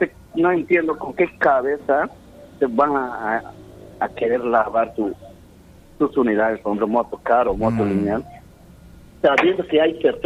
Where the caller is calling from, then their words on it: Morales, San Martín, Peru; como yo, por ejemplo, como morador de Morales, pago